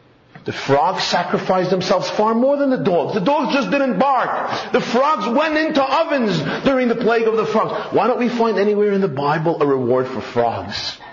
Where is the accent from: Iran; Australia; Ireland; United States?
United States; New York City, New York; Growing up in the Crown Heights community of Brooklyn, I did not know what it means to grow up with a dog.